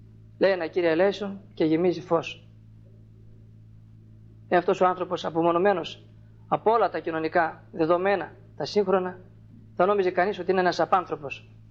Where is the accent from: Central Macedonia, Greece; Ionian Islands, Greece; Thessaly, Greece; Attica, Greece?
Thessaly, Greece; Trikala; γιατί εμείς οι Θεσσαλοί, γιατί είναι και πατριώτες μου, είμαι Θεσσαλός.